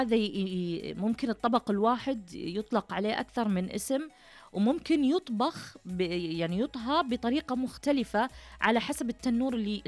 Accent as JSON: {"language": "Arabic", "region": "Najd", "country": "Saudi Arabia", "said": "إحنا عندنا في نجد مثلا الدخن يحمس ويملح وبرضو يطحن دقيق"}